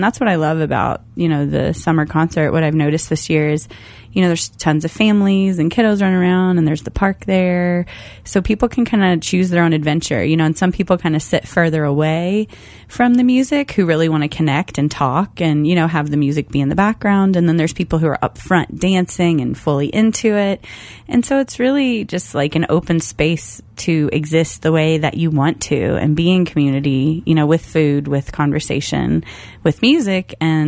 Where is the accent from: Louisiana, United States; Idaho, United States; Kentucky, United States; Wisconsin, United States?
Kentucky, United States; from Kentucky. I've never heard that.